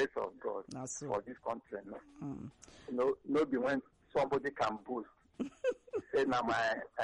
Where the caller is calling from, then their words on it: Imo, Nigeria; I'm not from the north, so I'm from Imo State